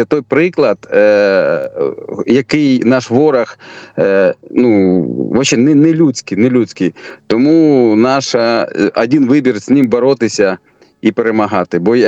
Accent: Crimea, Ukraine; moved away as an adult; Ні, я там не народився, але з дитинства, один річок мені був, і, звичайно, все моє дитинство, це я вважаю свої батьківщини, я ходив в школу, я там, до 18 років я там жив.

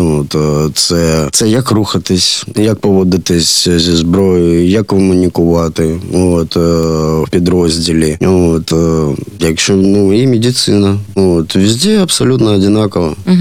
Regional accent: Kharkiv, Kharkiv Oblast, Ukraine; це мій рідний місто.

